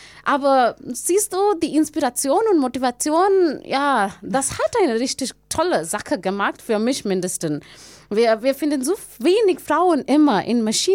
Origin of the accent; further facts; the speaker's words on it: India; German is a second language; In einer anderen Stadt in Indien. Davor hatte ich auch von meiner Heimat, davor musste ich von meiner Heimat umsehen, so einen anderen Ort, sehr weit weg.